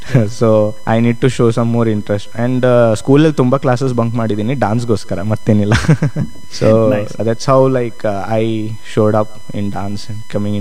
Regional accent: Belagavi, Karnataka, India; So childhood ಎಲ್ಲ ನಂದು ಬೆಳಗಾಂಲ್ಲೇ, ಹುಟ್ಟಿದ್ದು ಇಲ್ಲೇ ಬೆಳಗಾಂಲ್ಲೇ ನಾನು, ಶೇಖ್ ಹಾಸ್ಪಿಟಲ್ ಅಲ್ಲಿ.

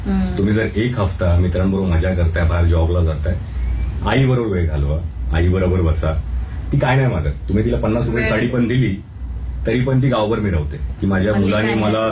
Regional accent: Mumbai, Maharashtra, India; born there; मी जिथे जन्मलोय लालबाग काळा जो की परेल या एरियामध्ये खूप काही गोष्टी घडलेल्या आहेत

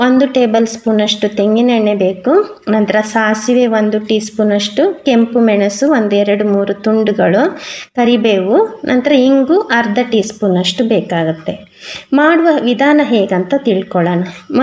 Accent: Udupi district, Karnataka, India; ನಾನು ಮೂಲತಃ ಉಡುಪಿ ಜಿಲ್ಲೆಯವಳು.

